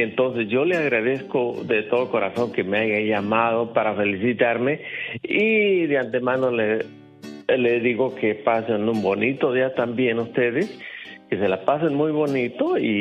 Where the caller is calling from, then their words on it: Guanajuato, Mexico; Yo soy de Guanajuato.